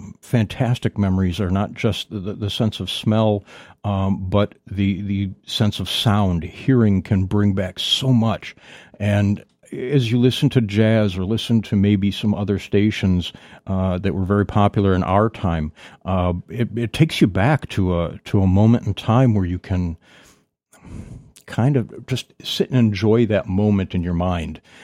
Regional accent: Henrietta, New York, United States; I am born and raised Henrietta, so right around the Rochester area. Graduated Roth High School in 80s.

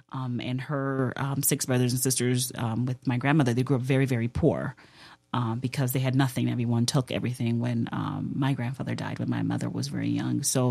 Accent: Brooklyn, New York, United States; born there; I was born here, I was born in Brooklyn, New York. But my mother was here. She came as an illegal immigrant.

